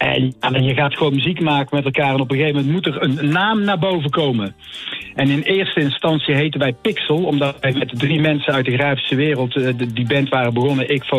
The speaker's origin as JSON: {"language": "Dutch", "town": "Udenhout", "region": "North Brabant", "country": "Netherlands", "said": "kom uit Udenhout."}